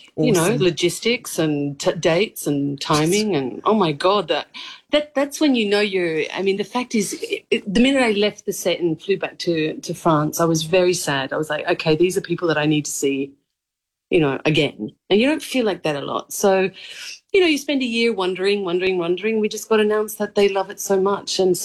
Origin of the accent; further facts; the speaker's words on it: Australia; I didn't have to pretend to do any accent. I was just doing my accent. And I'm Australian.